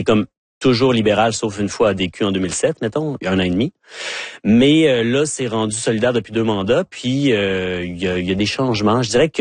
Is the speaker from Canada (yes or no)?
yes; Vanier, Canada; born there; Oui, je suis né à Vanier, en face du marché du Store. Mais donc, je suis un deuxième génération.